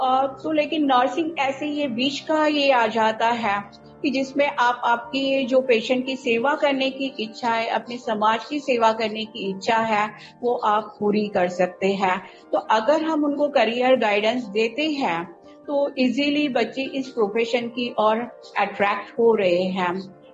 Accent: Mumbai, Maharashtra, India; तो मैं तो महाराष्ट्र मुंबई से बिलोंग करती हूँ

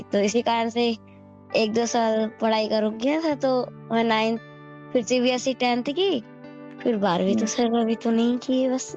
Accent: Delhi, India; also born or lived in Jharkhand / Gurgaon; वैसे तो झारखंड में जन्म हुआ लेकिन पली बड़ी दिल्ली की हूँ।

